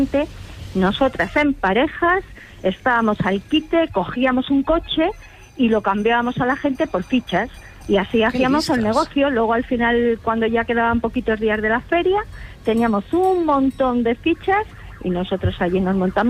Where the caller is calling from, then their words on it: Béjar, Castile and León, Spain; Soy de Béjar, en la provincia de Salamanca.